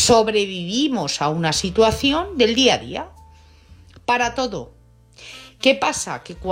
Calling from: Madrid, Community of Madrid, Spain; Hola, buenas noches. Soy … de Madrid.

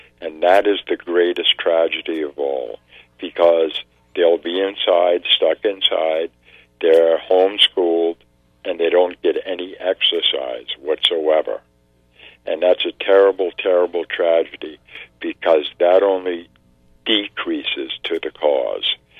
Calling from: Putnam, Connecticut, United States; And I am from Putnam

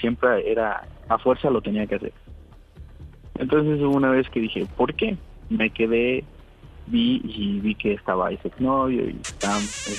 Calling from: Mexico City, Mexico; Tengo 23 años y soy de la Ciudad de México

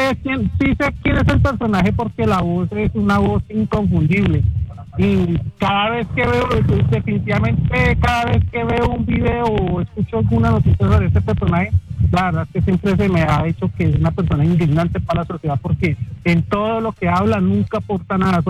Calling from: Ibagué, Tolima, Colombia; Desde Ibagué.

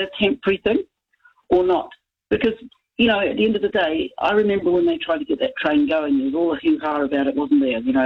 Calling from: New Zealand

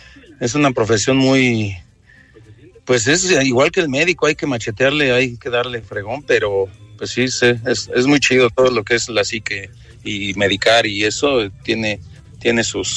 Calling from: Ixtapaluca, State of Mexico, Mexico; En Ixtapaluca.

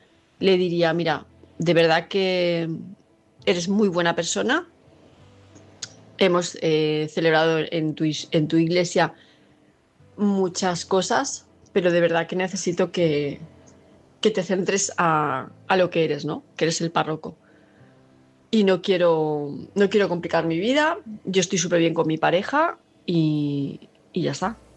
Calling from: Palma de Mallorca, Balearic Islands, Spain; de Palma de Mallorca

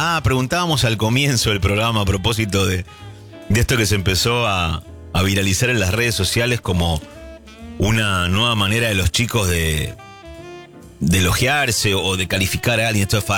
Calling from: Venado Tuerto, Santa Fe, Argentina; de Venado Tuerto, pero en este momento estoy en Londres, Catamarca.

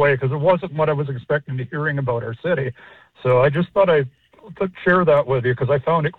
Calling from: Victoria, British Columbia, Canada; I'm from Victoria, BC, Canada.

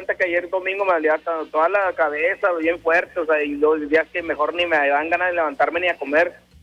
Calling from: Nuevo León, Mexico; Yo soy de acá, de la Fomerrey 116, Cepi.

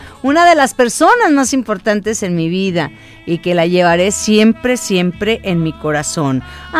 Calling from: El Salto, Jalisco, Mexico; del Salto, Jalisco.

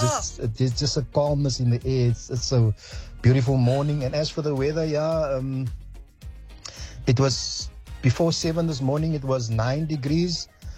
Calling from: Cape Town, Western Cape, South Africa; I'm back in Kells River now.

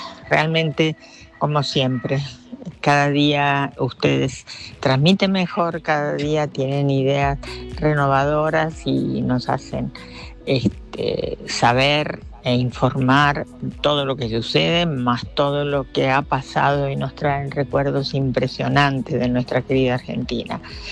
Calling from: Italy; de Italia, un beso grande.

